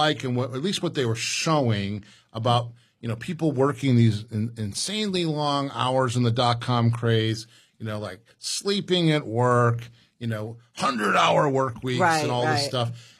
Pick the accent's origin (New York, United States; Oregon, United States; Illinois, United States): Illinois, United States; Chicago; I went to Indiana University undergraduate. I'm from the Chicago area.